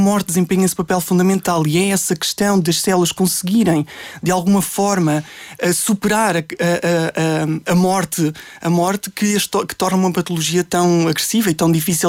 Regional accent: Carrazedo de Montenegro, Vila Real, Portugal; Portanto, eu sou de Carrasel Montenegro, que é, aliás, é uma vila que pertence à freguesia de Carrasel Montenegro, concelho de Valpaços.

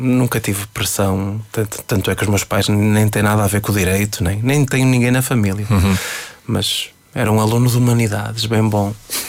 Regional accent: Fafe, Norte, Portugal; moved away as an adult; now in Lisbon, Portugal; Se eu sou daqui, nasci aqui, esta é a minha terra

